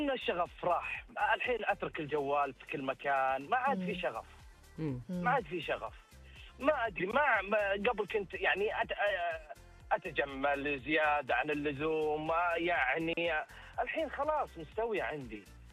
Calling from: Ha'il, Ha'il Province, Saudi Arabia; انا اتكلم من حايل.

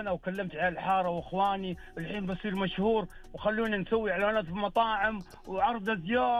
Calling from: Riyadh, Riyadh Province, Saudi Arabia; اكلمك من الرياض، من حي الشفا.

